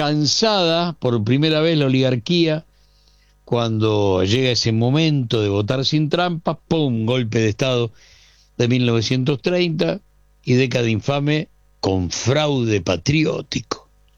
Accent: Argentina; De eso, como argentino, te podemos explicar un montón de cosas

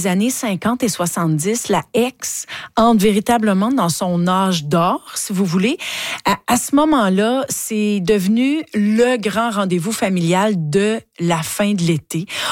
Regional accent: Ottawa, Ontario, Canada; moved away as an adult; now in Toronto, Canada; quand j'étais jeune à Ottawa

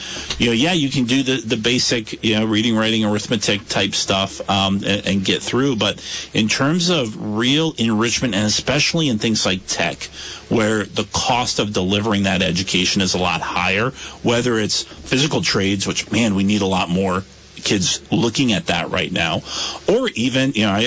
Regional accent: Brandon, Vermont, United States; I grew up in Brandon, and Brandon used to have its own high school for that town. They closed it, but they opened a union high school, and a lot of Vermont still have these union high schools.

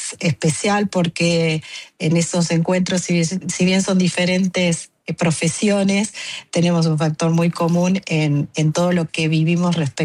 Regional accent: interior, Argentina; now in Buenos Aires, Argentina; venimos del interior y siempre es doble el esfuerzo

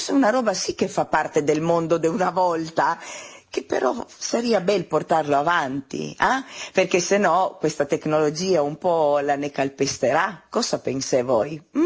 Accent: Istria County, Croatia; accent: Istro-Venetian; il nostro dialetto istroverde

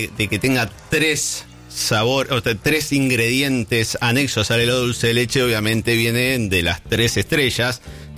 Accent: Argentina; acá en Argentina

